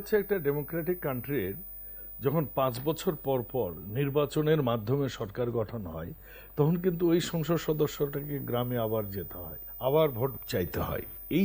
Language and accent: Bangla; Naogaon, Rajshahi Division, Bangladesh; আমার বাড়ি নওগাঁ, আমি আক্কেলপুর স্টেশন থেকে ট্রেনে স্লিপিং ঘুমাতাম।